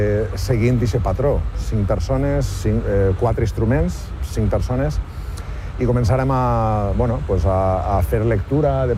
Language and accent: Catalan; Castelló, Valencian Community, Spain; La nostra terra és molt musical, en els nostres pobles, jo soc de Castelló, el meu germà major també és oboista